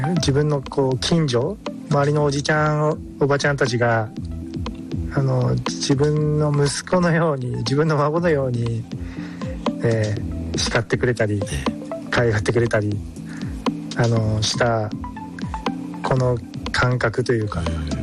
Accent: Kumamoto, Japan; moved away as an adult; 僕は生まれ育ちも熊本なんで

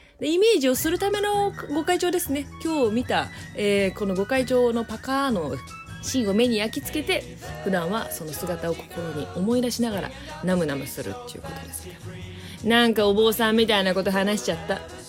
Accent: Kamakura, Kanagawa, Japan; 私の地元鎌倉は三浦半島の観音霊場もあるし

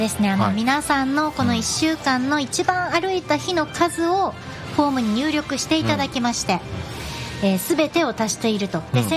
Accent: Tanba, Hyogo, Japan; 私のふるさとお墓参りは丹波の方に行っております。

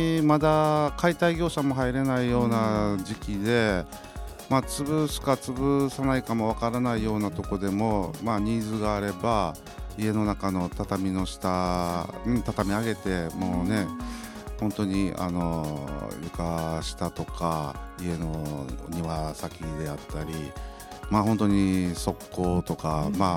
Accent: Kobe, Hyogo, Japan; moved away as an adult; now in Ishinomaki, Japan; もともと生まれ育ち地元は兵庫県の神戸市でして、はい、まあ、震災きっかけでこちらに移り住んだ感じです。

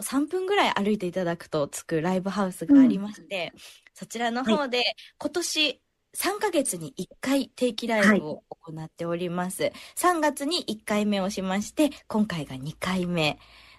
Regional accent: Aso, Kumamoto, Japan; 私のふるさと、熊本は阿蘇

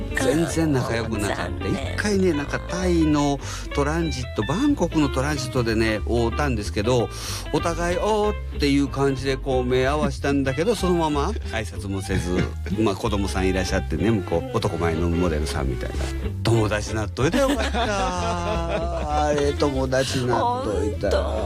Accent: Kansai, Japan; moved away; 僕ら関西の人間から

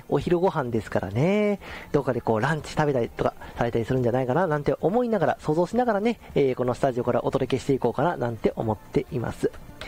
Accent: Toyooka, Hyogo, Japan; 私の地元竹野町

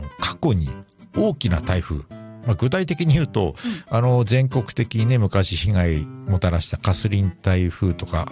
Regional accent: Kamaishi, Iwate, Japan; born there; also born or lived in Ichinoseki; 岩手の南の方にある一ノ関市、というところで、うん、まあ、じゃあそこで生まれたんかっていうと、生まれたのは沿岸の、釜石市なんですけど、

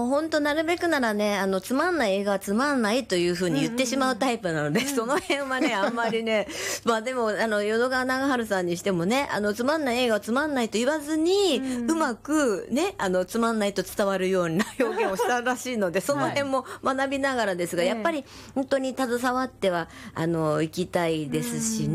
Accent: Kansai, Japan; 出身は関西なんで出身は関西なんです

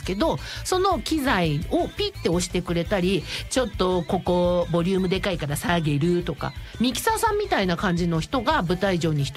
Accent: Kawagoe, Saitama, Japan; 生まれも育ちも川越なの

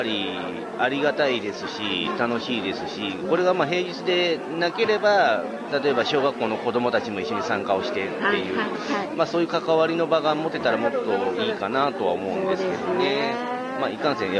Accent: Yamaguchi, Japan; 自分ももともと地元は山口県の方なんですけど

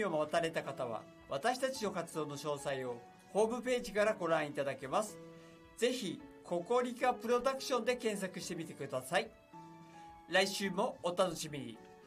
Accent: Yubari, Hokkaido, Japan; 私夕張市も愛してますよ、故郷の

